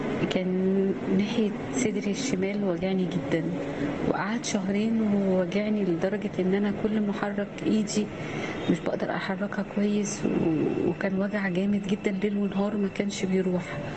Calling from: Cairo, Cairo Governorate, Egypt; انا بنتك من القاهره عايزه احكي معجزتين حصلوا معايا من سنتين

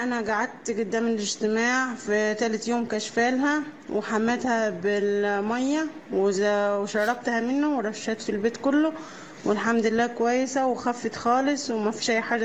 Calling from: Al Qusiya, Asyut Governorate, Egypt; أنا بنت الرب من أسيوط القصية

